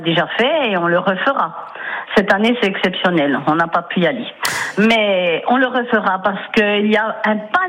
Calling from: Vandoncourt, Bourgogne-Franche-Comté, France; De Vandoncourt.

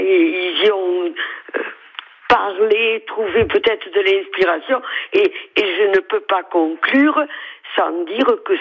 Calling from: Céret, Occitanie, France; Eh bien moi je viens des platanes de Céré.

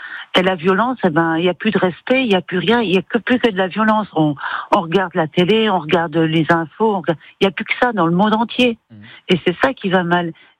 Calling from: Vittel, Grand Est, France; Je suis de Vittel, oui.

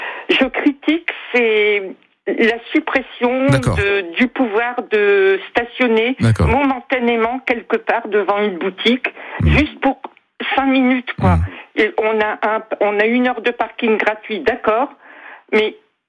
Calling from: Valenciennes, Hauts-de-France, France; Je vais prendre comme exemple notre ville de Valenciennes

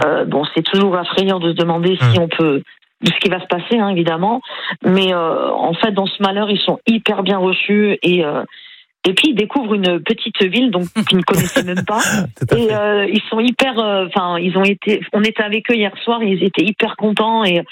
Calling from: Ychoux, Nouvelle-Aquitaine, France; Moi, je suis d'Ichoux en fait.

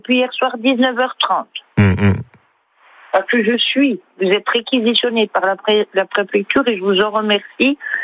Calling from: Rivesaltes, Occitanie, France; À Rivesaltes.

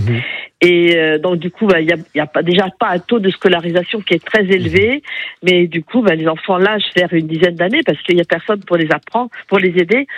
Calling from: Montipouret, Centre-Val de Loire, France; J'appelle de Montipouret, effectivement, au cœur de la Vallée Noire

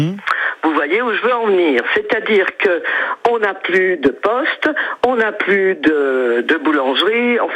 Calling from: Bourgogne-Franche-Comté, France; moi, ça fait 46 ans que je suis à Dammeray. J'ai bientôt 79 ans.

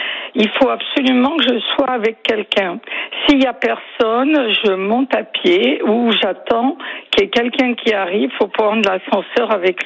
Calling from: Fabrègues, Occitanie, France; Moi, je suis à Fabrègues, exactement.

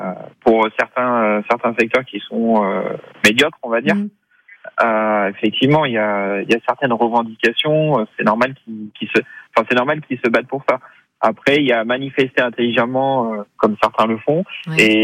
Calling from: Nouvelle-Aquitaine, France; J'habite en Charente.

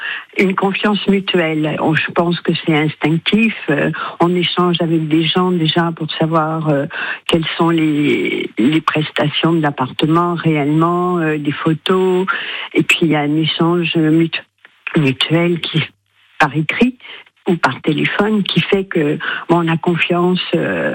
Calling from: Boulazac, Nouvelle-Aquitaine, France; De Boulazac.

